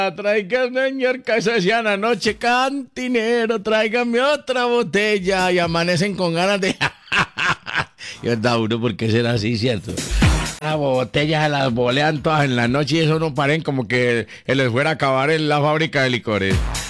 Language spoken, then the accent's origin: Spanish; Colombia; Ay, así somos los colombianos.